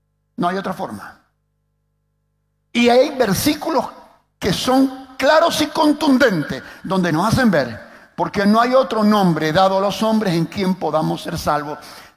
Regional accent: Argentina; Che, como argentino.

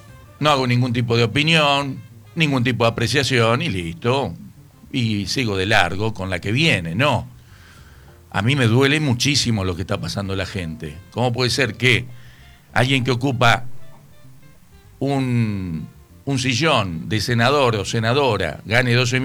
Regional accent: Argentina

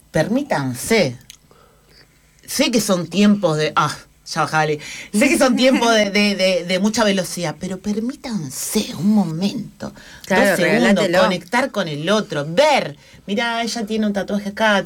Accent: Rosario, Santa Fe, Argentina; somos rosarinos, es como una cosa aparte.

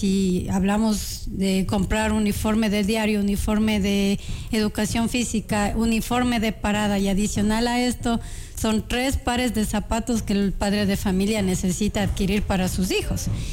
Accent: Ambato, Tungurahua, Ecuador; born there; yo en mis tiempos de colegio, yo estudié en Ambato

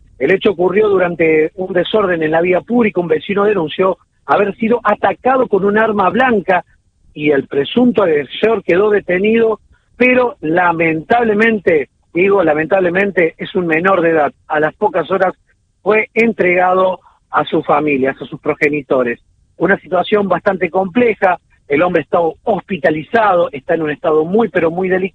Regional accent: La Rioja, Argentina; como riojano, te lo digo

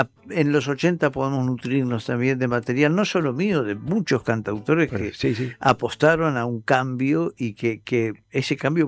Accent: Argentina; moved away as an adult; now in Spain

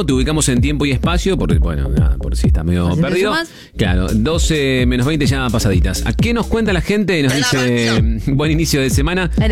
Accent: Villada, Santa Fe, Argentina; born or raised there

